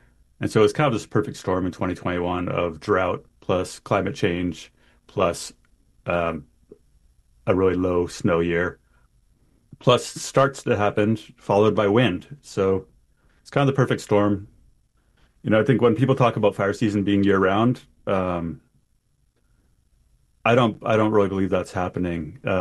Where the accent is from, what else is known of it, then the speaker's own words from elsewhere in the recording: Lassen County, California, United States; I'm from Lassen County, have family in Plumas County.